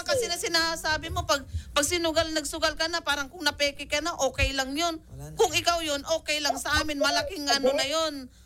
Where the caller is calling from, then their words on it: Bacnotan, La Union, Philippines; Pero kami taga Baknotan.